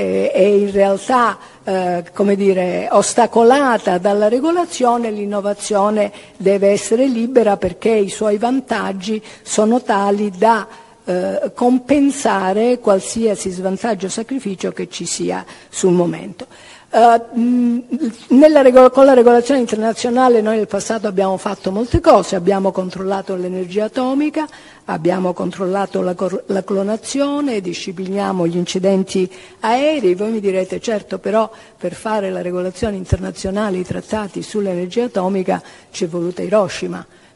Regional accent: Calabria, Italy; sono calabrese

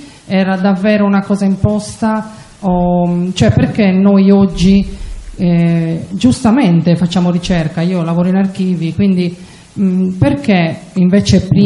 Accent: Sardinia, Italy; Allora, vengo dalla Sardegna, insegno all'Istituto Superiore di Stano.

